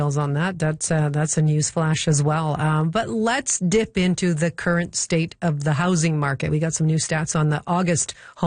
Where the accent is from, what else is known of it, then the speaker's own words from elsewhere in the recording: Canada; I introduced myself, and yeah, I'm from Canada.